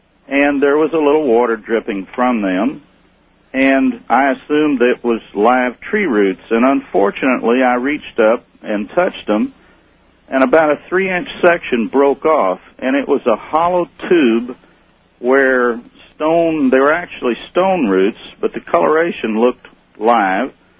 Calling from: Santa Rosa, California, United States; I'm in Santa Rosa, California, listening on KSRO 1350.

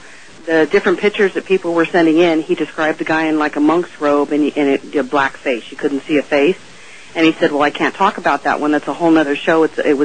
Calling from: Oregon, United States; I'm calling from Oregon.

